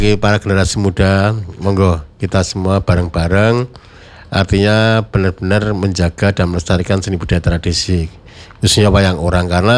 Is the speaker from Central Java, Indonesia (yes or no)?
yes; Semarang, Central Java, Indonesia; kita sebagai warga Kota Semarang